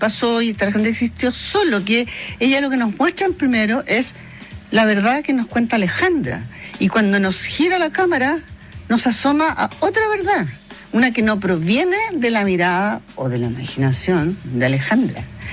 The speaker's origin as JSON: {"language": "Spanish", "country": "Chile", "said": "Y entonces uno, como chileno, no conoce la historia"}